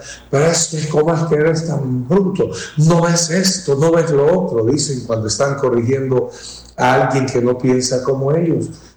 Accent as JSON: {"language": "Spanish", "country": "El Salvador", "said": "como dicen aquí en mi país"}